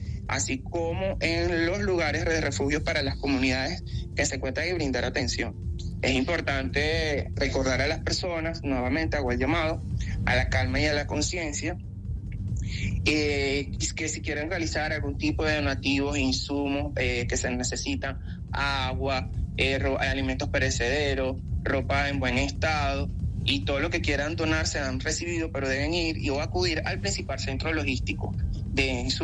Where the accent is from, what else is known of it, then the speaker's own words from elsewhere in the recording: Venezuela; esa demanda que nos caracteriza como venezolanos